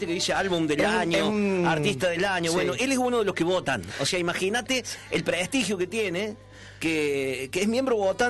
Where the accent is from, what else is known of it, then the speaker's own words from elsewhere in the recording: Córdoba, Argentina; Los cordobeses no hablamos idioma